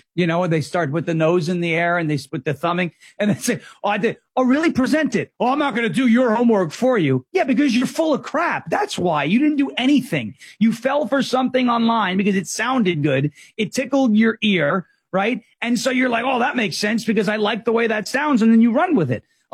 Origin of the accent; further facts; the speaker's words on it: New York, United States; I'm a Jets fan, so it's like every time I turned on WFAM and I was growing up on Long Island, it was like, what can I be mad about today?